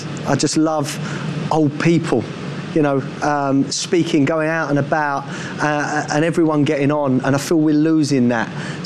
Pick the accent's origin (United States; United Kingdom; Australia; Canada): United Kingdom; So, you know, I want to celebrate being British, but I want to protect it as well.